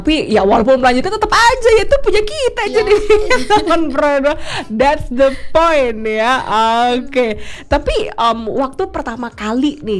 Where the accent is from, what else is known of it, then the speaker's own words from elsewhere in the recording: Bali, Indonesia; kita orang Bali